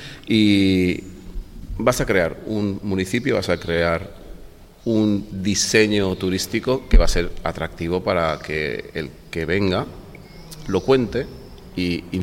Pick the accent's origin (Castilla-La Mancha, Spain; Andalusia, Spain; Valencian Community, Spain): Valencian Community, Spain; Benidorm; Mira, yo vengo, soy nacido en Benidorm y me he criado en la playa de Benidorm y su arena.